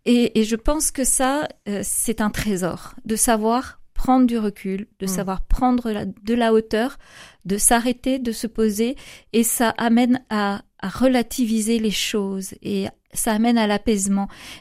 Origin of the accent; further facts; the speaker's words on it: Saint-Malo, Brittany, France; also born or lived in Mayenne; Je suis de Saint-Malo.